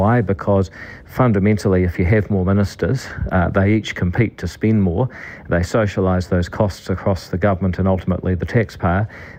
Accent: New Zealand; as a New Zealander

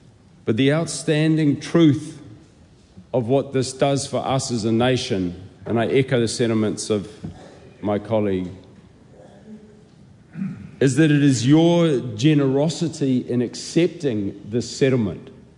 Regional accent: New Zealand; being a New Zealander among the tangata whenua of Aotearoa.

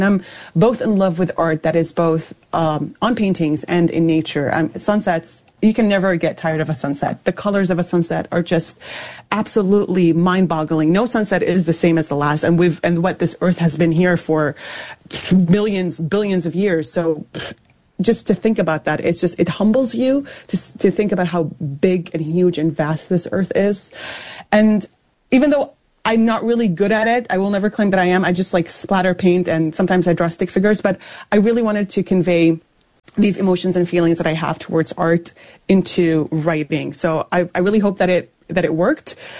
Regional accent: Canada; moved away as an adult; also born or lived in Syria; now in Switzerland; I'm Canadian, but I'm also Syrian.

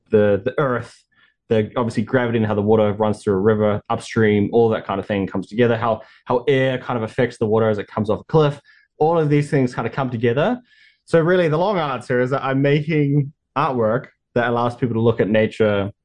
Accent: New Zealand; moved away; growing up in New Zealand, my home

